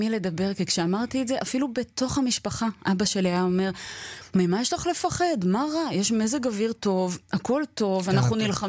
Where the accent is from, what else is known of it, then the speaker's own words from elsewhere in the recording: Tel Aviv, Tel Aviv District, Israel; שלומי כתל אביבית